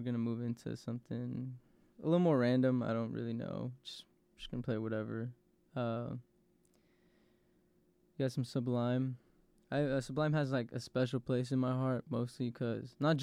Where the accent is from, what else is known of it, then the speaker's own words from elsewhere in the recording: Austin, Texas, United States; also born or lived in Garden Grove, California; Born in Cali, bred in Austin, Texas. I love it here.